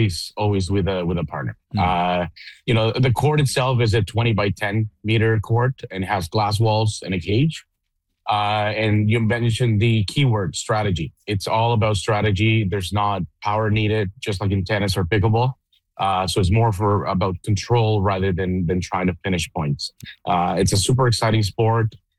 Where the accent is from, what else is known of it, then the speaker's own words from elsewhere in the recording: Mexico; English is a second language; So I was born and raised in Mexico. So I started now. Let me rephrase that. I was born in a tennis court in Mexico.